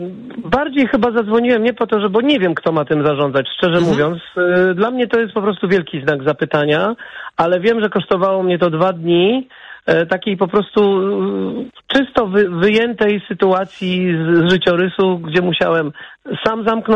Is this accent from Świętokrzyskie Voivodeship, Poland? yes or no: no; Warsaw, Masovian Voivodeship, Poland; moja mama mieszka na Starówce Warszawskiej. Ja tam się wychowałem. No, okolice szkoły teatralnej, więc kulturalna tak zwana okolica.